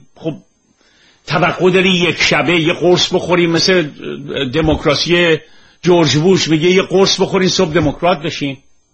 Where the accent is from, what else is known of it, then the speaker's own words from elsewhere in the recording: Iran; ببینید ما در ایران یاد نگرفتیم بحث کنیم، یاد گرفتیم جدل کنیم.